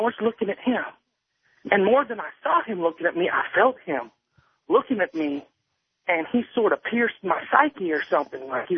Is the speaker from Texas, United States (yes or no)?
yes; Dallas, Texas, United States; But I'm from Dallas, Texas, and I live with my grandparents in an old house.